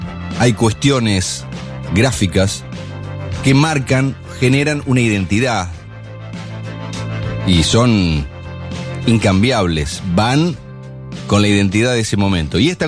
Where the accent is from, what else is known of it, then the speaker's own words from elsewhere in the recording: General La Madrid, Buenos Aires Province, Argentina; yo soy de la zona y están todo este tipo de noticias la tuve primero porque le pasó a Olavarría, le pasó a mi pueblo, a La Madrid